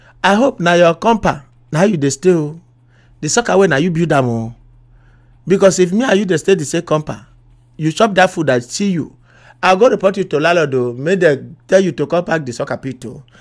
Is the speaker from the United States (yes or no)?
no; Benue, Nigeria; Omo, I am from Benue. Our own is called Oko.